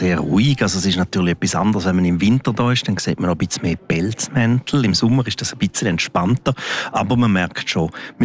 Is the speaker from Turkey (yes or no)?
no; Graubünden, Switzerland; Ich bin in einem Hotel aufgewachsen am Julia Pass, Pferdewechselstation.